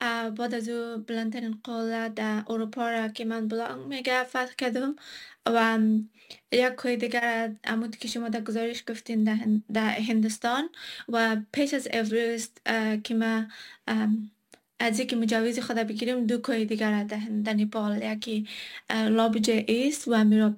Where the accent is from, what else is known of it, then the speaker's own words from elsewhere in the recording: Jaghori, Ghazni, Afghanistan; moved away as an adult; also born or lived in Kabul / India; now in Australia; ما در جاغوری کلان شدم، جاغوری غزنی.